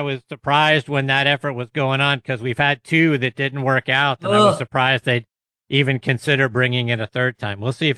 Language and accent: English; Pittsburgh, Pennsylvania, United States; But you know me, I'm from Pittsburgh. I'm a Penguins fan.